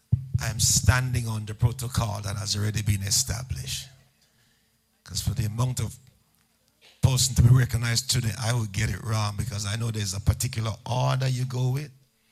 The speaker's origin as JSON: {"language": "English", "country": "St. Vincent & Grenadines", "tie": "born there", "also_born_or_lived": "Tortola", "moved": "yes", "said": "I lived in Tortola for 40 years. I was born in St. Vincent, lived in Tortola, pastored in Tortola for 34, almost 35 years."}